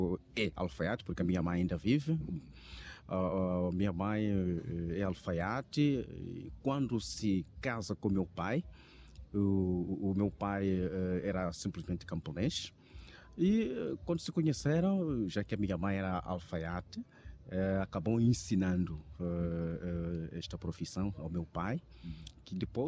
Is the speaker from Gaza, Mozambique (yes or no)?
no; Caia, Sofala, Mozambique; 100% natural de Caia, sou filho de casa.